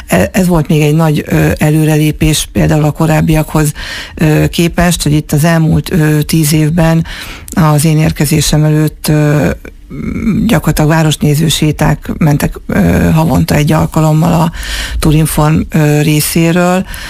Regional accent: Miskolc, Borsod-Abaúj-Zemplén, Hungary; mint miskolci lakosokat.

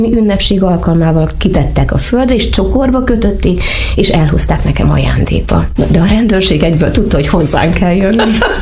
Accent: Hajdúböszörmény, Hajdú-Bihar, Hungary; moved away as an adult; Hajdúböszörményben nőttem fel, annak is a belvárosában az első 8 évem az ott zajlott.

